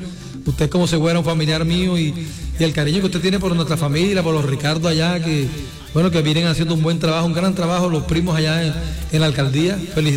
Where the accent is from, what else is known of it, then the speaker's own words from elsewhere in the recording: Ovejas, Sucre, Colombia; born there; yo digo, no, eso es porque soy sabanero y porque nací en Oveja Sucre.